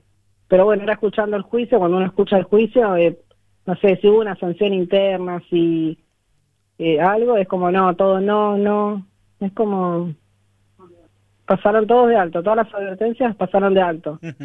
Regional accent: Buenos Aires, Argentina; nosotros somos de Buenos Aires

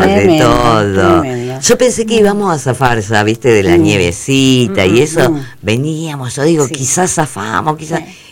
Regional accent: Argentina; nosotros como argentinos y argentinas

